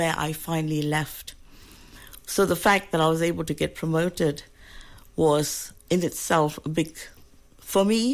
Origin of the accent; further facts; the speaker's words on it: Malaysia; now in United Kingdom; That's all from being Malaysian, really. I missed Malaysian companies so much, and I didn't realise that there was a thriving diaspora in the UK till I got my MBE.